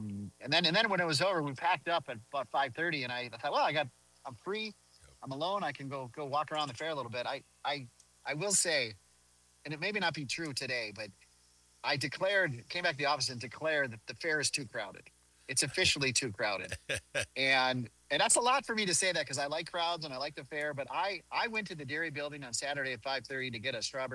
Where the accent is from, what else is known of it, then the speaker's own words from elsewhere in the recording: Minnesota, United States; I'm very Minnesotan. I'm more Minnesotan than my opponent.